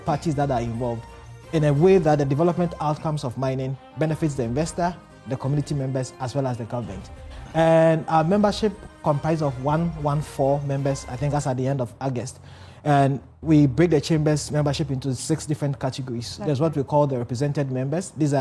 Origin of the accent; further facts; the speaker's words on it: Ashanti, Ghana; my hometown, somewhere in the Ashanti region, where mining is happening